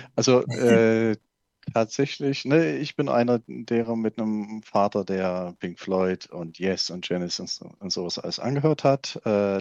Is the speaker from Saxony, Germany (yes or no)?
yes; Reichenbach im Vogtland, Saxony, Germany; unweit von meiner Heimat, nämlich der Berg Reichenbach im Vogtland.